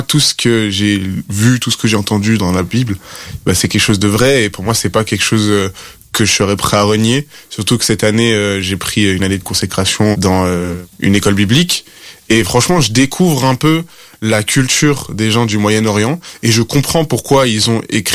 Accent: Guadeloupe; born there; je suis né dans les Dom-Toms sur l'île de la Guadeloupe en 2005. Et du coup, j'ai grandi dans une famille où mon père, il était haïtien, qui est aussi une île dans les Caraïbes, et ma mère était guadeloupéenne.

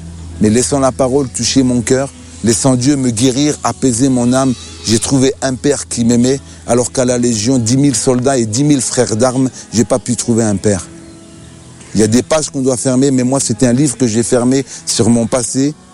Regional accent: Algeria

